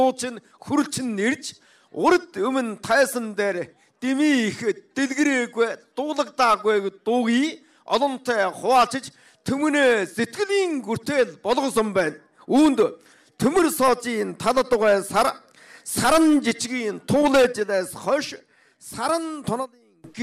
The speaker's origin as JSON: {"language": "Mongolian", "town": "Ordos", "region": "Inner Mongolia", "country": "China", "tie": "born or raised there"}